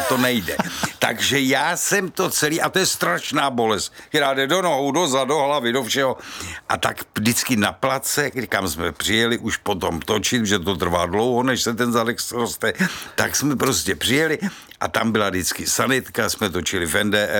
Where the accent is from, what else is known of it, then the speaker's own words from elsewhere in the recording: Sokolov, Karlovy Vary Region, Czechia; Já jsem jezdil už dávno, když jsi jako malej v Sokolově, tak trošku jsem to uměl.